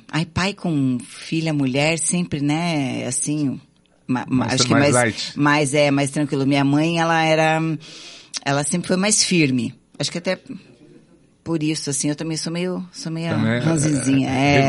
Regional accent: Curitiba, Paraná, Brazil; Sou curitibana.

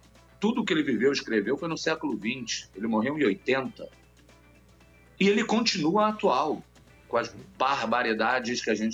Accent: Brazil

